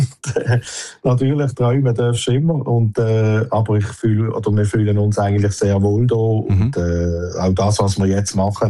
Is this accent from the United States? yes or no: no; Switzerland; weil ich bin halt Schweizer und ich kann nicht aufgeben